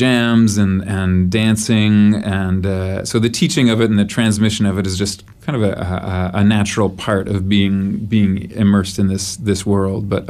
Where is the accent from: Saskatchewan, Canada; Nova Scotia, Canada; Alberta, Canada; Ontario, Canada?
Ontario, Canada; Ottawa; moved away as an adult; also born or lived in Toronto; now in Montreal, Canada; No, I grew up in Ottawa. I'm from Ottawa, so just across the river from Quebec, and you know, grew up with a lot of French around me and that whole like Quebecois culture present.